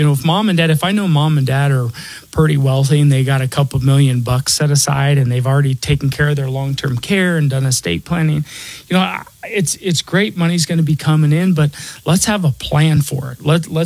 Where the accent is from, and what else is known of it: Denver, Colorado, United States; born or raised there